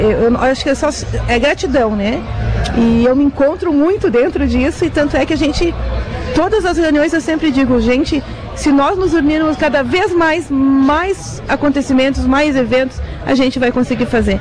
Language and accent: Portuguese; Caxias do Sul, Rio Grande do Sul, Brazil; born there; moved away as an adult; now in Balneário Arroio do Silva, Brazil; eu, em 47 anos de Caxias